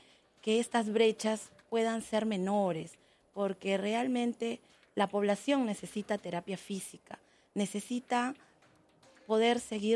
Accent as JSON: {"language": "Spanish", "country": "Peru", "said": "nosotros somos 35 millones de peruanos aproximadamente"}